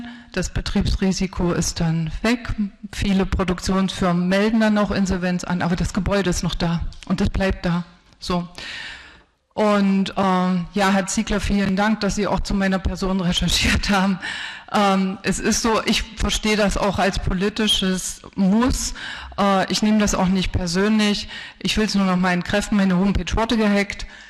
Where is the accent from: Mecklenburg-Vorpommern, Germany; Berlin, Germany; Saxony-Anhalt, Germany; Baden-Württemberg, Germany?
Saxony-Anhalt, Germany; Halle; ich komme aus dieser Gegend, ich habe in Halle studiert, Halle ist meine Heimatstadt. Ich bin hier tief verwurzelt